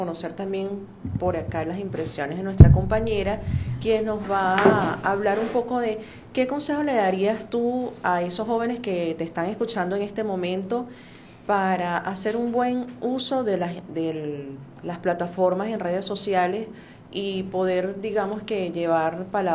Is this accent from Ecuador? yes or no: no; Venezuela